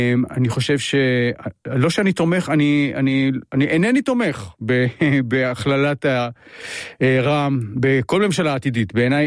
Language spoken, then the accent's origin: Hebrew; Jerusalem, Jerusalem District, Israel; אני, אתה יודע, אני ירושלמי. אני נתקלתי בשנאה, אני נתקלתי בשנאה החרדית עוד בילדותי.